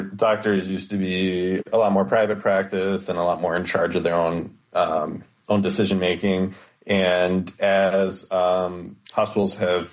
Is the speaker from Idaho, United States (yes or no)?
no; Maryland, United States; moved away; but I grew up in Maryland